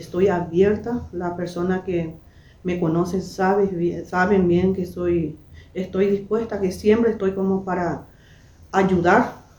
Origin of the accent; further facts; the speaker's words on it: Guairá, Paraguay; also born or lived in Asunción; yo soy guaireña y en el 2020 era que volví de Asunción y estoy prestando de vuelta servicios acá.